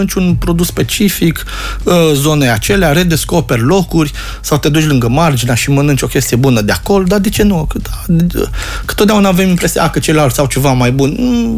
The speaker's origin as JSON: {"language": "Romanian", "country": "Romania", "said": "Tu ca și român"}